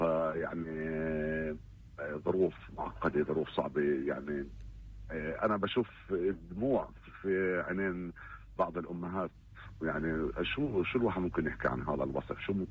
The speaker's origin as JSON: {"language": "Arabic", "country": "Palestine", "said": "احنا كفلسطينيين"}